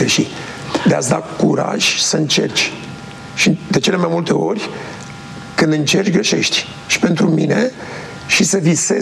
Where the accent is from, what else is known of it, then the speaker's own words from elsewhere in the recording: Romania; now in United States; eu sunt cetățean american, dar am voie, când e ziua națională a mea, să fiu mândru că sunt român și să pun steagul meu